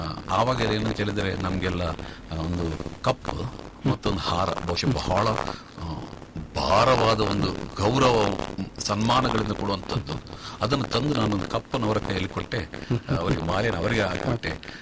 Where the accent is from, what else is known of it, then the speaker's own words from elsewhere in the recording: Karnataka, India; ನಾನು ಅದೇ ಹೊಯ್ಗೆಬೈಲ್, ನಮ್ಮ ಉರ್ವ ಹೊಯ್ಗೆಬೈಲ್ ಅಂತ ಹೇಳ್ತಾರೆ, ಅದು ಬೋಳು ಗ್ರಾಮಕ್ಕೆ ಸೇರುತ್ತೆ. ಸೊ ಅಲ್ಲಿ ನಾನು ಹುಟ್ಟಿದ್ದು.